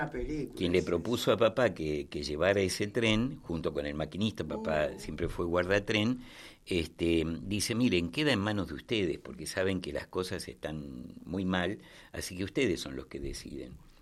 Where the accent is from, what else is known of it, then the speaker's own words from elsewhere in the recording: Bahía Blanca, Buenos Aires Province, Argentina; Sí, yo nací en Bahía Blanca. Y en Bahía Blanca me crié en el barrio obrero de Villa Mitre